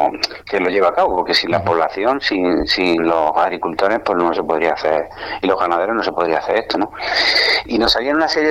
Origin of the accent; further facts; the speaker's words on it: Guadix, Andalusia, Spain; Hay documentos escritos de precisamente la zona de Guadí, que es de donde soy yo